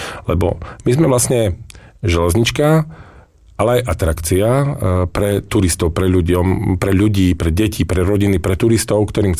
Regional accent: Ľubochňa, Žilina Region, Slovakia; A ten pán, ktorý ma vrátil a upozoril na to, že som z Ľubotechna

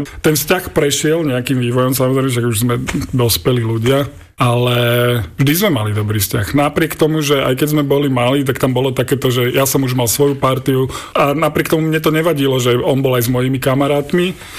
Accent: Bratislava, Bratislava Region, Slovakia; vyrastali sme vlastne pri Pinkáči a vlastne všetky tie ulice, my sme boli na Gunduličovej

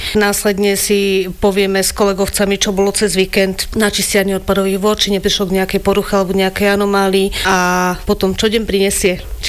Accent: Malacky, Bratislava Region, Slovakia; Nie, ja som rodená Malačanka

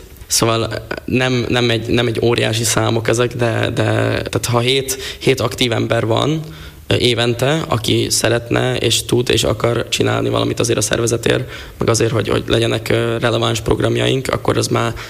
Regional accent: Kráľová nad Váhom, Trnava Region, Slovakia; now in Prague, Czechia; Vágkirályfán, Galántos helyek között egy kis faluban, Felvidéken.

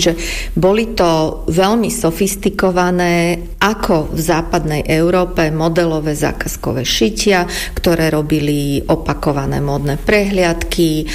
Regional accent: Bratislava, Bratislava Region, Slovakia; u nás v Bratislave

